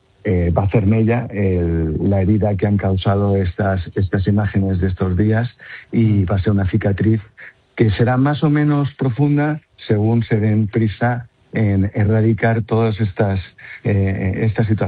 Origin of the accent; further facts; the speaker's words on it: Ceuta, Spain; los ciudadanos de Ceuta, que somos tan españoles como los de Albacete o los de Madrid.